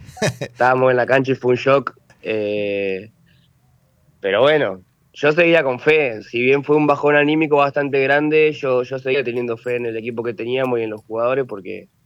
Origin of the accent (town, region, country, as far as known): Argentina